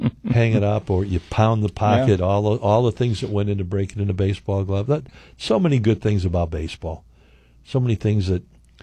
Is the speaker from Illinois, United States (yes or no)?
yes; Chicago, Illinois, United States; Growing up in the Chicago area